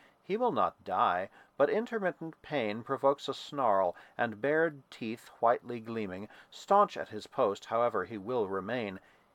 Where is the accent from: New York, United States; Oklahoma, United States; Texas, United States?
Texas, United States; as a Texan